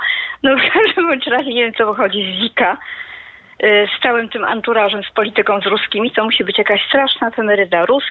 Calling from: Wrocław, Lower Silesian Voivodeship, Poland; ja z Wrocławia

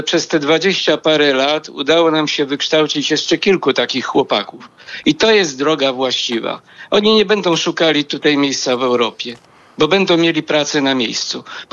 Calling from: Warsaw, Masovian Voivodeship, Poland; dzwonię z Warszawy, z Ursynowa.

